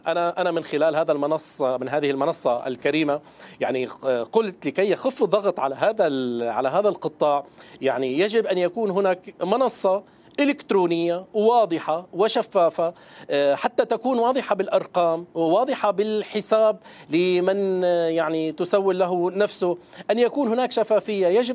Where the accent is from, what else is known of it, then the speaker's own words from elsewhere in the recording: Syria; أنا هنا باعتباري كمواطن سوري غيور على هذا البلد